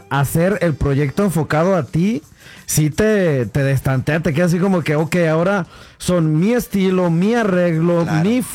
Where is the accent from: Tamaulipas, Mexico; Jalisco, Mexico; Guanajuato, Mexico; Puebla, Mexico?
Guanajuato, Mexico; León; Yo soy de León.